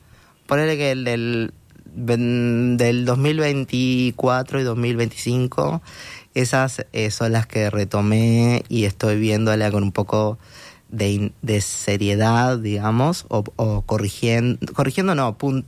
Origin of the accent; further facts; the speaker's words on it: Tacuarembó, Uruguay; moved away; also born or lived in Montevideo, Uruguay / Buenos Aires, Argentina; yo soy de Tacuarembó, entonces como que soy de ahí, ya sé que en algún momento voy a venir a Montevideo. Cuando estaba en Montevideo sabía que tenía que irme y nunca pensé que iba a volver a Uruguay.